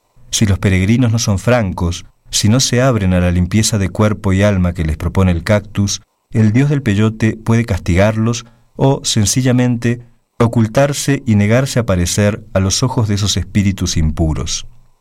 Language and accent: Spanish; Argentina; now in Mexico; soy periodista y cronista afincado en México, soy de origen argentino.